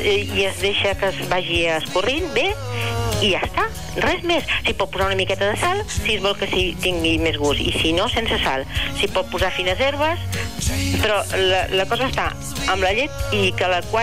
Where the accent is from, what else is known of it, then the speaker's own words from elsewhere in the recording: Peralada, Catalonia, Spain; soc de Peralada, jo.